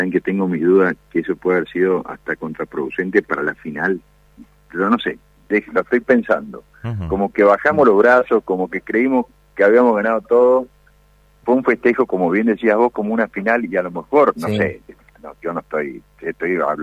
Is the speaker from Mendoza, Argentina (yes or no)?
yes; Mendoza, Argentina; para nosotros, como mendocinos en el deporte